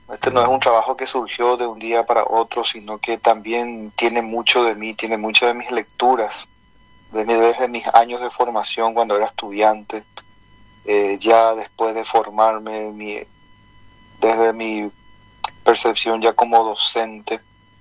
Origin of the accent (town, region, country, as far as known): Paraguay